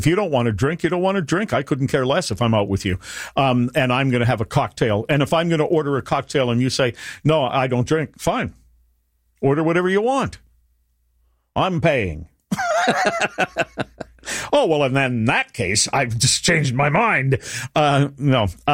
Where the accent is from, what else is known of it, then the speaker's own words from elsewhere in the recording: Ireland; that and being Irish, I'd like to fight with you on that, but I won't.